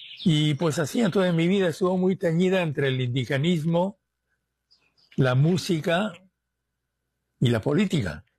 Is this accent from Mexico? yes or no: no; Lima, Peru; born there; como mi madre era profesora primaria, yo nací en un pueblito cerca de Lima